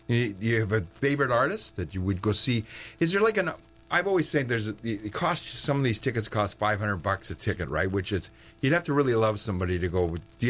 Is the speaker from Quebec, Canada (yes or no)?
yes; Quebec, Canada; Because I'm actually from Quebec also.